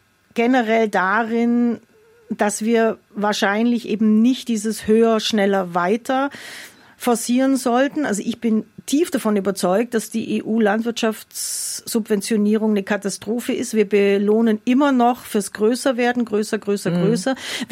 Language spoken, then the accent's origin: German; Oberstaufen, Bavaria, Germany; ich komme ja eigentlich aus Oberstaufen